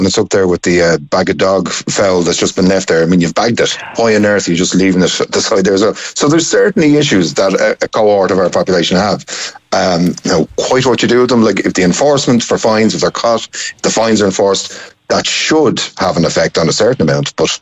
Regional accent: Dublin, Leinster, Ireland; I'm from Dublin, lived here my whole life, most of my life

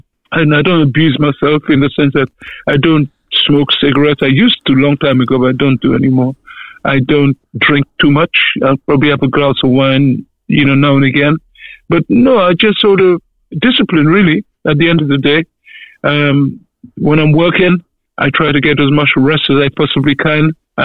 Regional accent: United Kingdom; maybe because of the success in America as a British artist, a British black artist.

